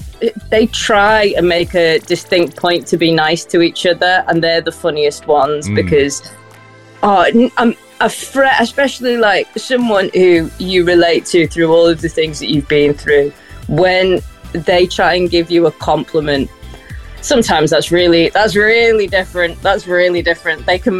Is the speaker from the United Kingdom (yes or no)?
yes; Liverpool, North West England, United Kingdom; accent: Scouse; also born or lived in Preston; now in Manchester, United Kingdom; So I'm from Liverpool originally, but I live in Manchester now.